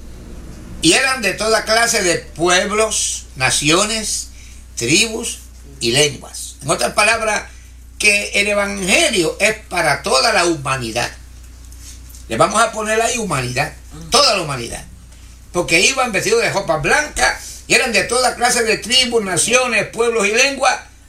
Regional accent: Puerto Rico; now in Pennsylvania, United States; Está aquí en Pensilvania, donde yo estoy. Pero como yo soy puertorriqueño, pienso que estoy en mi patria.

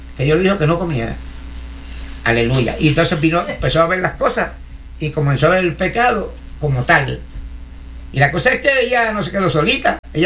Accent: Puerto Rico; Hasta que yo vine de Puerto Rico estaba viva todavía.

